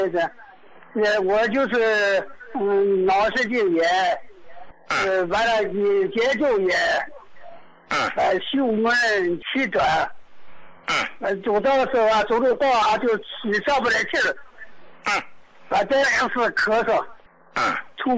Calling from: Dalian, Liaoning, China; 我真的跟你通话了。我是大连的。

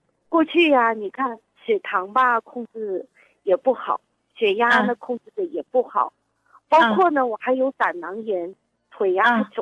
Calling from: Changzhou, Jiangsu, China; 我是常州的一个患者。

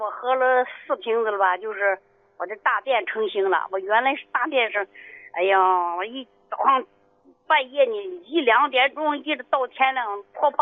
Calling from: Tianjin, China; 我是天津滨海新区的。

